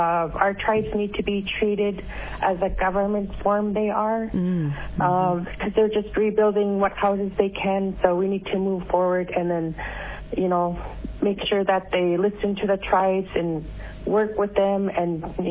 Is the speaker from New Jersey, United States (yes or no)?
no; Toksook Bay, Alaska, United States; I come from Tuxuk Bay, and I would be humbled to have your support.